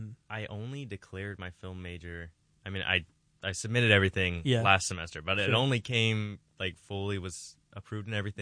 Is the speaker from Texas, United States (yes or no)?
no; Colorado Springs, Colorado, United States; I'm from Colorado Springs, Colorado.